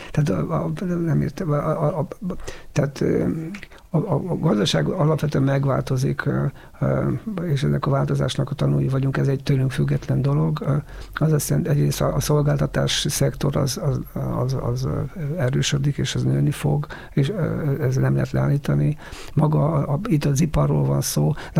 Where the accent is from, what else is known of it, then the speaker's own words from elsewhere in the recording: Zalaegerszeg, Zala, Hungary; amit én ismerek, mert zalaegerszegi vagyok